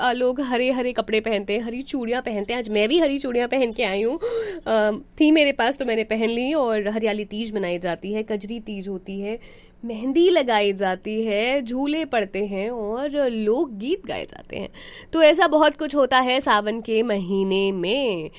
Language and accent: Hindi; Bihar, India; now in Dallas, United States; मैं बिहार से हूँ